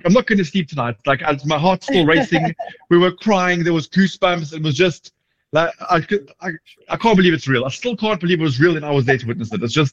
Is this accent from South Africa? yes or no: yes; South Africa; It was just such a awesome celebration of sports and of being South African, because I always say being South African is an absolute flex.